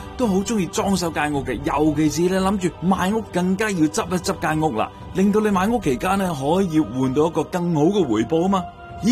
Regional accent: Canada; 我哋加拿大人嘅平均嘅净资产都超过咗成108万啦

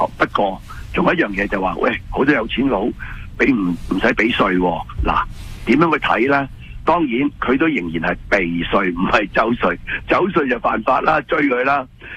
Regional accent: Hong Kong; now in Canada; 我哋香港人

